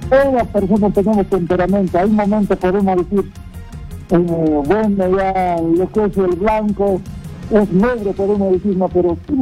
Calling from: Peru; Somos, pues, peruanos

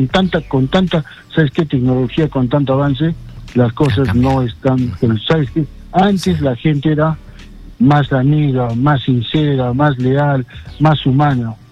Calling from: Arequipa, Peru; De Arequipa les saludo.

